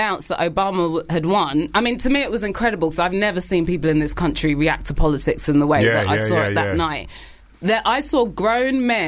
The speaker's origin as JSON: {"language": "English", "country": "United Kingdom", "said": "I mean, we're British, so it's not necessarily something which is part of everyday, you know, language out here and stuff."}